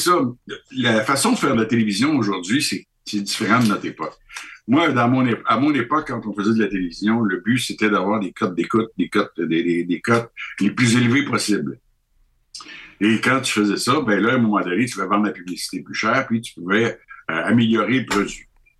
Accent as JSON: {"language": "French", "country": "Canada", "said": "écoutez, moi, je suis du Canada, je suis ici de passage"}